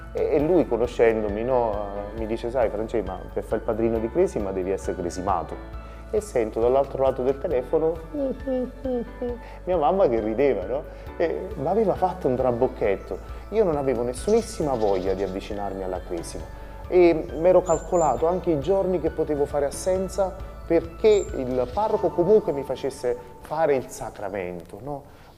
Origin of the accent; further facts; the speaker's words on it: Caserta, Campania, Italy; Io sono originario di Caserta. Il luogo dove sono nato nella mia città è uno dei quartieri, quelli belli strong, quelli proprio tosti, duri, no?